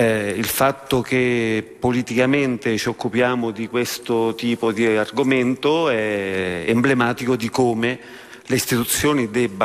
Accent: Abruzzo, Italy; ve lo dico da abruzzese

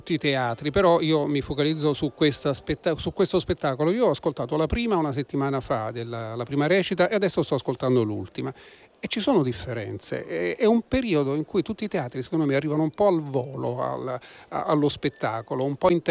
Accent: Naples, Campania, Italy; da napoletani per quanto mi riguarda.

